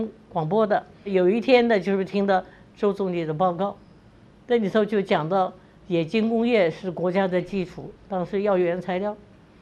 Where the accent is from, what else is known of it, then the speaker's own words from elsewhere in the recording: China; 我们中国人一点不比外国人差